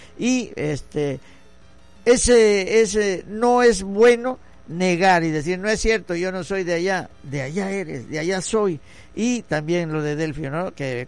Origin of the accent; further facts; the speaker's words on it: Santa Cruz, Campeche, Mexico; now in Ciudad del Carmen, Mexico; soy fiel a mi pueblo